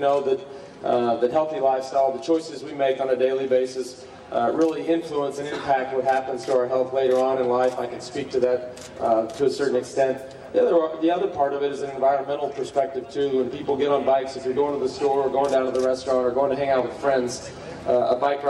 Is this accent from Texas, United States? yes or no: yes; Texas, United States; I grew up in Texas. I live in Austin, Texas.